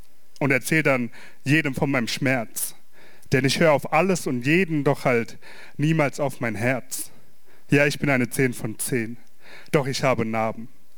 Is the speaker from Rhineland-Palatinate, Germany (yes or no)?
yes; Landau, Rhineland-Palatinate, Germany; Ich komme aus Landau in der Pfalz.